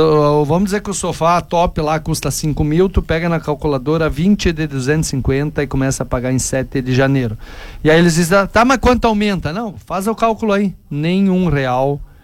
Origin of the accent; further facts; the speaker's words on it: Palmitos, Santa Catarina, Brazil; born there; now in Salvador do Sul, Brazil; Eu sou nascido em Palmito, Santa Catarina. Eu sou catarinense, mas de coração eu sou gaúcho, sou salvadorense.